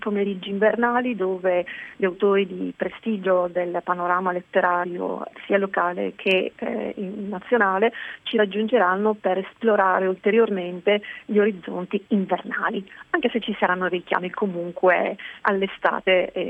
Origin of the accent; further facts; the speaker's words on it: Trieste, Friuli-Venezia Giulia, Italy; now in Camporosso, Italy; io sono triestina, però camporossiana di adozione